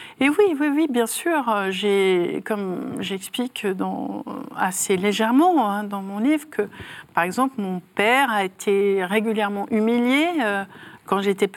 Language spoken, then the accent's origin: French; Nancy, Grand Est, France; toute cette société bourgeoise qui, à Nancy, ma ville natale, qui prétendait être catholique